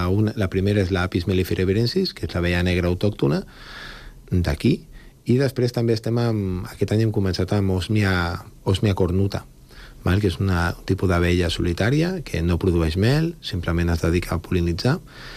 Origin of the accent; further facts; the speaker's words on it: Valldoreix, Catalonia, Spain; Jo sóc fill de la Floresta i de Valldoreix, com ja saps, Dominic